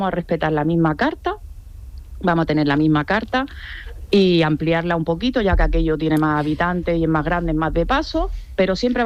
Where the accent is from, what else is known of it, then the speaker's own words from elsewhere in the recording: Barcelona, Catalonia, Spain; Yo vine de Barcelona.